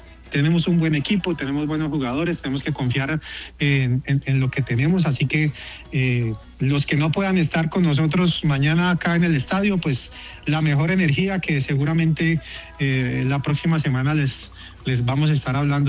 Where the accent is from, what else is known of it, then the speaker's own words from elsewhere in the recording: Colombia; creo que nosotros como colombianos futboleros pues arrastramos de pronto con otra parte histórica